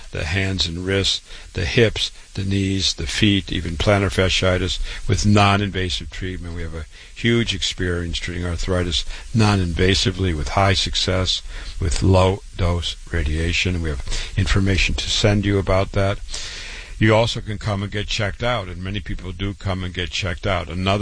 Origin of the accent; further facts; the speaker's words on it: Waterloo, Iowa, United States; I was born and raised in Waterloo, Iowa, public school, university, MD at 25